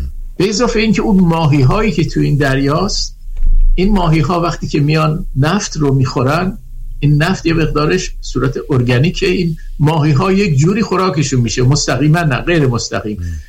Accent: Abadan, Khuzestan, Iran; moved away; من خودم در آبادان بزرگ شدم

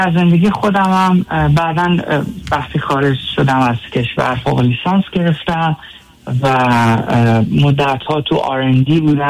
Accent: Iran; born or raised there; moved away as an adult

